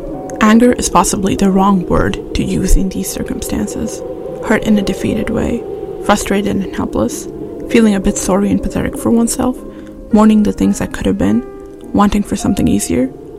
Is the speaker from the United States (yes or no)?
no; Kuwait; English is a second language; Instead, I learned English in Kuwait. In high school, I jokingly tried to explain to a classmate why I pronounced my A's like that. In Kuwait, I went to an Indian school where I learned British English.